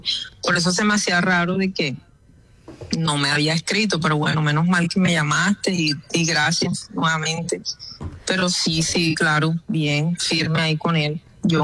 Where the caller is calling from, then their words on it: Barranquilla, Atlántico, Colombia; en mi casa, en el barrio, este es Betania.